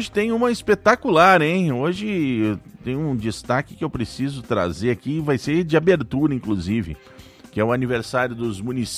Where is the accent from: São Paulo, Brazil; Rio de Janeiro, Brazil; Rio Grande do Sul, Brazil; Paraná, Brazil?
Rio Grande do Sul, Brazil; Cachoeirinha; also born or lived in Porto Alegre; a minha querida e amada cidade Cachoeirinha. Eu ia dizer de onde nasci, de onde vivi, né, boa parte da minha vida, porque nasci em Porto Alegre, mas, na verdade, só nasci em Porto Alegre mesmo.